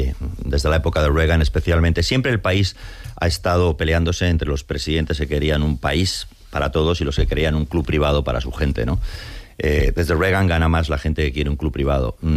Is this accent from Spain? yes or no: yes; Spain; moved away as an adult; now in United States; soy más español que nunca, porque yo nunca me considero español.